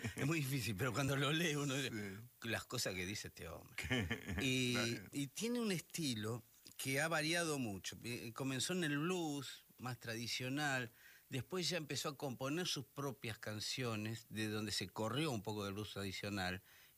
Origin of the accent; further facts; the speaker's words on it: Buenos Aires, Argentina; born there; Yo he nacido en el hospital... Yo soy porteño